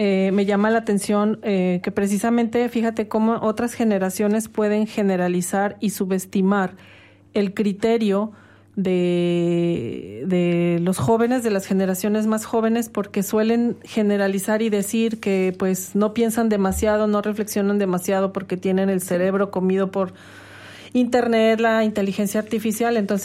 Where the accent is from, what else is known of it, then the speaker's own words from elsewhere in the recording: Mexico; que los mexicanos como latinos y dentro de los mexicanadas somos tradicionales, ¿no?